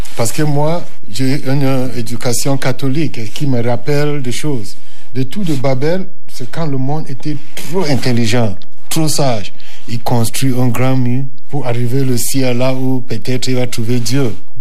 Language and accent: French; Bamenda, Northwest Region, Cameroon; now in Cévennes, France; je suis Camerounais d'origine, oui, anglophone, de Bamenda, Mankon, ça c'est la zone anglophone de Cameroun. Comme je suis marié ici dans la Cévenne, donc c'est ça qui m'a fait venir vivre ici à côté de mes beaux-parents.